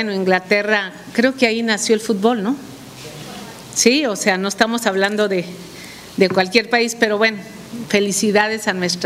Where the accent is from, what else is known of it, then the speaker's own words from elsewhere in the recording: Mexico; lo que somos los mexicanos